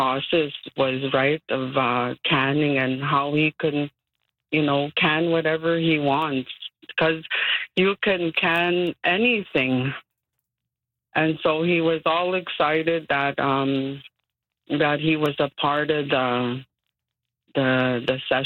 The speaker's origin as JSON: {"language": "English", "town": "Goodfish Lake", "region": "Alberta", "country": "Canada", "tie": "born or raised there", "said": "Yes, because we grew up, you know, well, I'm originally from Goodfish Lake, mm-hmm. Alberta."}